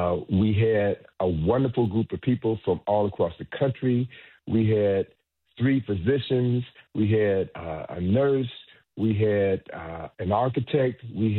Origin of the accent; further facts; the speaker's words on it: Chicago, Illinois, United States; my hometown, Chicago